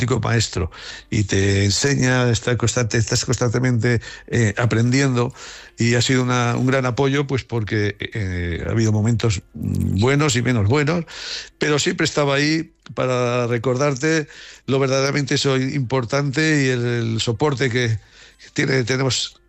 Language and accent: Spanish; Haro, La Rioja, Spain; moved away; el sentir a Aro como, insisto, como nuestro pueblo, porque, bueno, pues así nos hemos criado